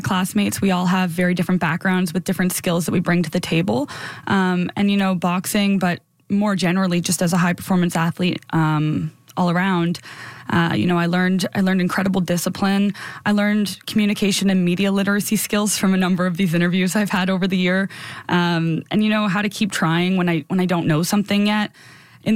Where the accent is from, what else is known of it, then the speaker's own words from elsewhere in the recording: Saint John, New Brunswick, Canada; I grew up in St. John, New Brunswick. I'm very fortunate to be able to do my medical education here.